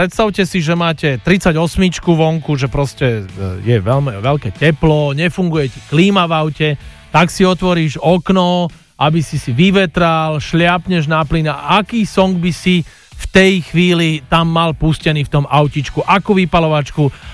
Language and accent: Slovak; Žilina Region, Slovakia; ako u nás na Orave hovoríme